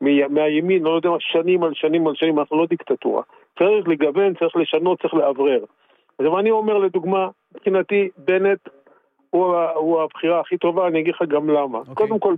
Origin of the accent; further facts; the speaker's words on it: Petah Tikva, Central District, Israel; אני מפתח תקווה.